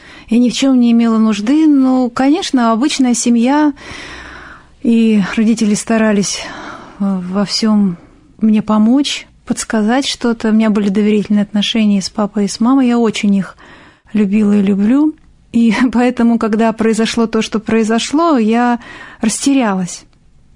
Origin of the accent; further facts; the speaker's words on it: Izmail, Odesa Oblast, Ukraine; У нас был храм в Измаиле